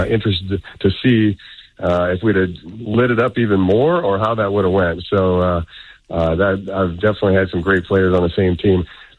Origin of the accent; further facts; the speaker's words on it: Iowa, United States; and the team here in St. Louis, and being in the Midwest, and I'm from Iowa